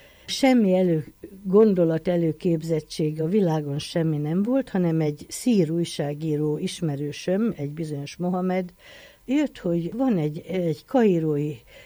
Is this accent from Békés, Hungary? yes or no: no; Jász-Nagykun-Szolnok, Hungary; born there; moved away; also born or lived in Debrecen / Bulgaria; Jászberény mellett születtem, és később Debrecenbe jártam iskolába, onnan pedig az ötvösre kerültem, bulgár szakra, amiből 3 évet Bulgáriába töltöttem